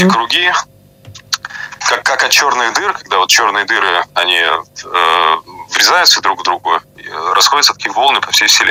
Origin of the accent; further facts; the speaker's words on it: Sosnogorsk, Komi Republic, Russia; now in Moscow, Russia; я родился в Сосногорске, сейчас проживаю в Москве.